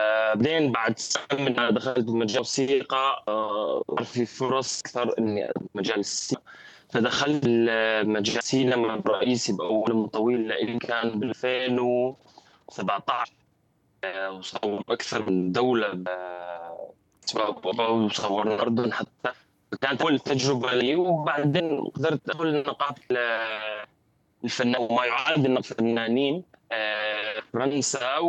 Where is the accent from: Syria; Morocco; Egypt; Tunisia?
Syria; moved away as an adult; now in Paris, France; أنا سوري وحصل لأبناء مدينة زور